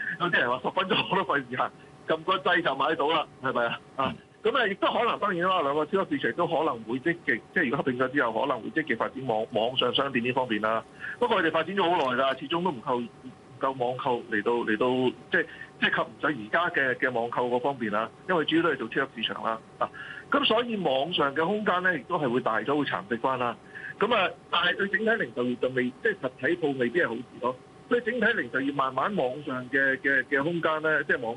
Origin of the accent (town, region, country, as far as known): Hong Kong